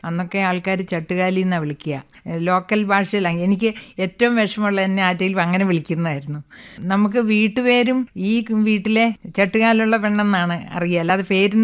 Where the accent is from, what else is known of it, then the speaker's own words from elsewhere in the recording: Kozhichal, Kerala, India; ഞാൻ ജനിച്ചതൊക്കെ പയ്യന്നൂരിനടുത്ത്, പയ്യന്നൂരിൽ നിന്ന് 43 കിലോമീറ്റർ കിഴക്കോട്ട് പോയി കോഴിച്ചാൽ എന്ന് പറയും, അങ്ങനത്തെ ഒരു സ്ഥലത്താണ് എന്ന് പറഞ്ഞാൽ ശരിക്കും റിമോട്ട്. പിന്നെ എനിക്കിപ്പോൾ 67 വയസ്സായി.